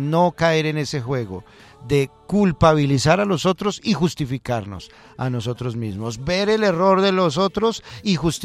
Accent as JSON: {"language": "Spanish", "country": "Colombia", "said": "somos los colombianos"}